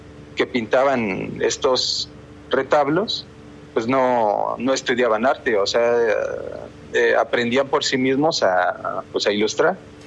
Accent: Mexico City, Mexico; yo de niño, de hecho, aquí en México, una de las iglesias o centros religiosos más famosos es la Basílica de Guadalupe. Y yo vivo cerca.

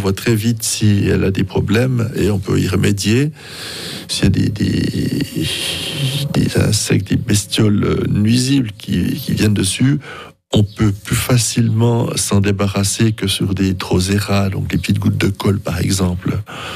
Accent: Switzerland; Alors oui, comme on l'a dit, là, dans les tourbières, au bois des lattes, Roussagnoli, on en trouve bien sûr aussi dans les Franches-Montagnes

